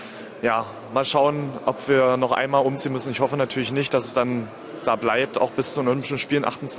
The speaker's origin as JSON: {"language": "German", "town": "Magdeburg", "region": "Saxony-Anhalt", "country": "Germany", "tie": "born there", "said": "Dann heute die Eintragung ins Goldene Buch der Stadt ist auch als gebürtiger Magdeburger natürlich immer was Besonderes"}